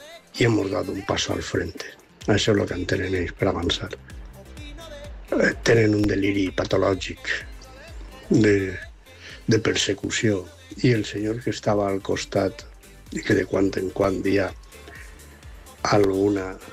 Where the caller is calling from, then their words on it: Valencia, Valencian Community, Spain; de València.